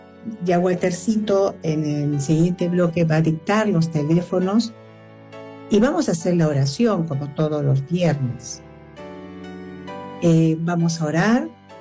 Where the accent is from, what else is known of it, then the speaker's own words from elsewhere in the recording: Peru; Tenemos que sentirnos orgullosos de ser peruanos.